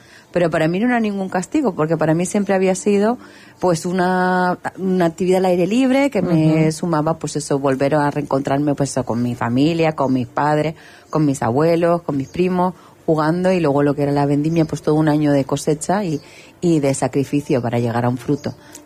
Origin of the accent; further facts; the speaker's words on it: Lanzarote, Canary Islands, Spain; moved away as an adult; en un momento determinado vuelvo a Lanzarote, vuelvo a mis raíces, vuelvo a mi tierra